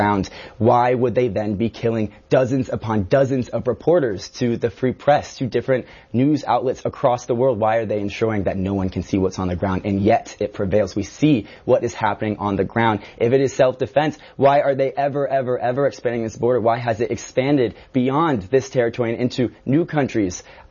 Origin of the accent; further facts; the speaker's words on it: North Carolina, United States; I am from North Carolina.